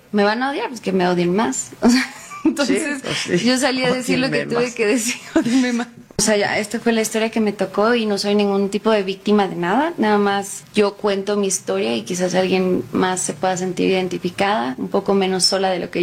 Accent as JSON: {"language": "Spanish", "town": "Los Angeles", "region": "California", "country": "United States", "tie": "born there", "said": "pues yo nací en Los Ángeles. Tengo la nacionalidad, mexicana."}